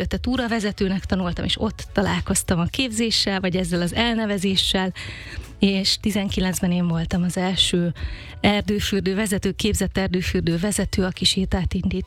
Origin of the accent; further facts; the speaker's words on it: Eastern Hungary, Hungary; Hú, nagyon sok felől, mi sokat költöztünk, de alapvetően azért az alföldi régióhoz, Kelet-Magyarországhoz kötöm magam.